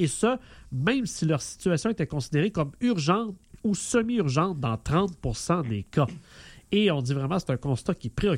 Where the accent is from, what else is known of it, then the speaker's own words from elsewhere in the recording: Jonquière, Quebec, Canada; Je suis de Jonquière.